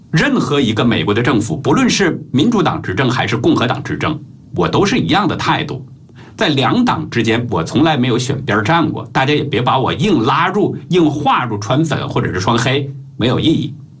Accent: China; moved away; 我是来自中国，我的亲人和朋友也都在中国

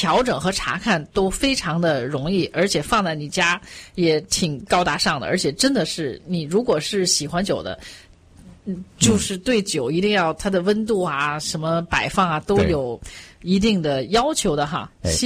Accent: China

